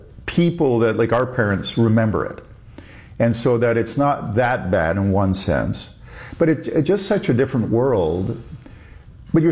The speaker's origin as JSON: {"language": "English", "country": "Canada", "also_born_or_lived": "Europe", "said": "It's good being Canadian. I lived in Europe for years. It's good being Canadian."}